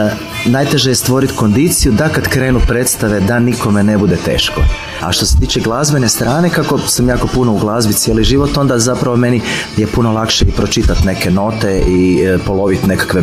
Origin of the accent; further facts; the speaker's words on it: Zagreb, City of Zagreb, Croatia; born there; ja sam kao klinac imao bend u Španskom … tamo negdje 2005. još